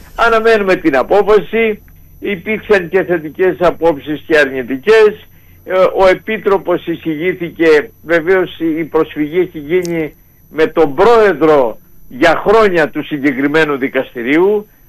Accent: Western Greece, Greece; moved away; από την ιδιαίτερη πατρίδα μου, από την Ηλία

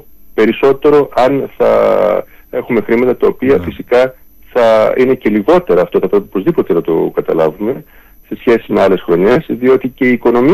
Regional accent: Greece

